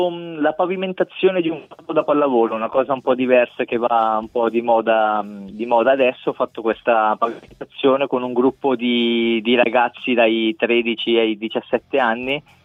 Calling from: Lecco, Lombardy, Italy; Da Lecco.

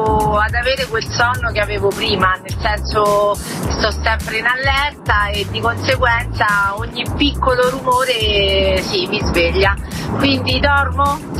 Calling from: Tuscany, Italy; da Toscana.

